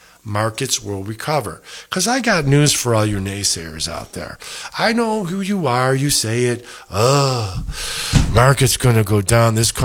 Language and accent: English; Rochester, United States; I'm here in the Rochester office, back to my hometown where I was born and bred